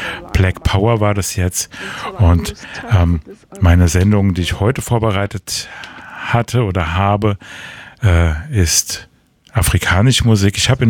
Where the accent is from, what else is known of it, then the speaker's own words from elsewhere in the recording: Frankfurt, Hesse, Germany; Ich komme aus Frankfurt eigentlich und stand 10 Minuten oder 15 Minuten vor Sendebeginn vor dem Studio